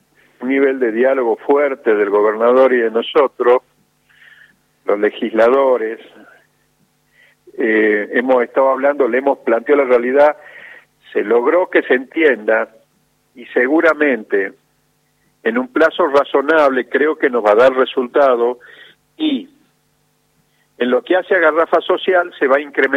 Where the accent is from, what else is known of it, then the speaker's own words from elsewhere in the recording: Salta, Argentina; soy salteño y quiero que Salta viva mejor